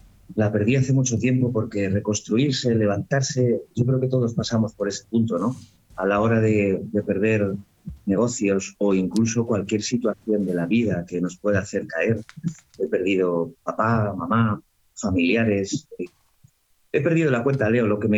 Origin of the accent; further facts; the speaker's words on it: Madrid, Community of Madrid, Spain; born there; now in Granada, Spain; como bien has dicho, Leo, ya nos conocemos hace tiempo. Pues vengo de Madrid, yo nací en Madrid